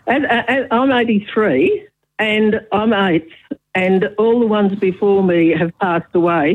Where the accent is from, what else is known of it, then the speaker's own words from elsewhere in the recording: Colac, Victoria, Australia; Down near Colac. My dad was on a farm down near Colac. Had a big farm.